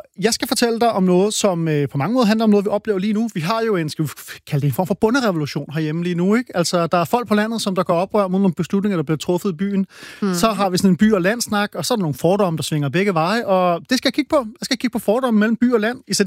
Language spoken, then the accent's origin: Danish; Hillerød, Capital Region of Denmark, Denmark; Ja, jeg er fra Hillerød.